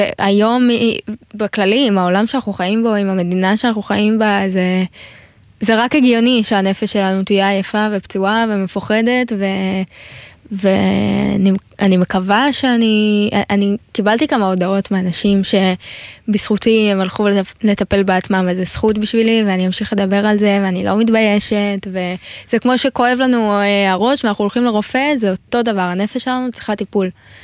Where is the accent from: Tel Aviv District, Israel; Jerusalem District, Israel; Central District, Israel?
Tel Aviv District, Israel; Givatayim; born or raised there